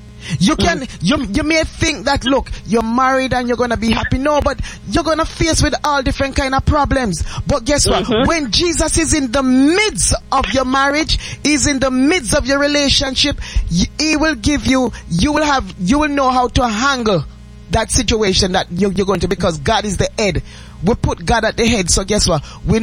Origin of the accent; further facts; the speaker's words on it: Jamaica; Growing up in Jamaica